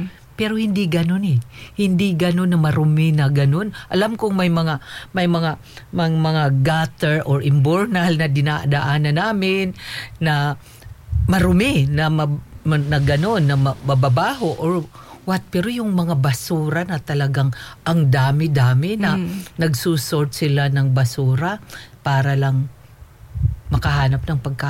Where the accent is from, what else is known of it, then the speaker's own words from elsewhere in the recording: Eastern Visayas, Philippines; Kasi sa probinsya namin, doon sa Samar, alam kong mahirap, pero pagkailangan namin ng pagkain, umakyat lang ng nyug, o kaya tumakbo ka sa baybay, kasi ganun yung kinalakihan ko.